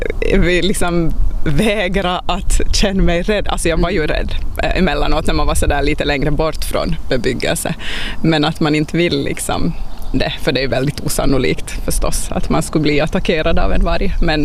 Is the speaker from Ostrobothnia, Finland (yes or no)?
yes; Pedersöre, Ostrobothnia, Finland; now in Maxmo, Finland; Jag är uppväxt förstås i Esse och med skogen runt, så det kan jag märka, det märkte jag faktiskt fundera en del kring när vi flyttade till Maxmo, att då är ju som vattnet och havet nära, och det har jag ju inte växt upp med.